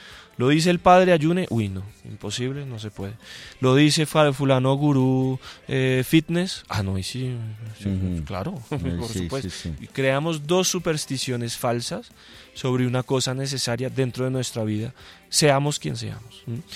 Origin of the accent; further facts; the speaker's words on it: Colombia; Como buenos colombianos nos gusta ducharnos